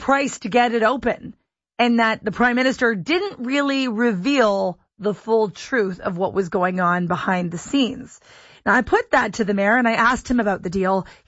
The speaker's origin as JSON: {"language": "English", "country": "Canada", "said": "But as a Canadian taxpayer"}